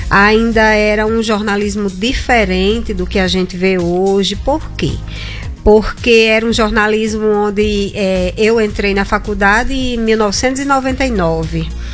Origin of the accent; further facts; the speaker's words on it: Mossoró, Rio Grande do Norte, Brazil; moved away as an adult; Eu sou de Mossoró